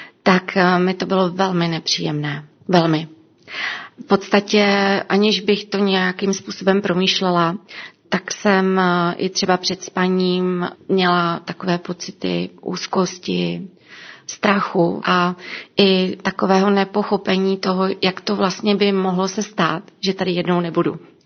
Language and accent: Czech; Duchcov, Ústí nad Labem Region, Czechia; blízko města, kde bydlím, já jsem z Duchcova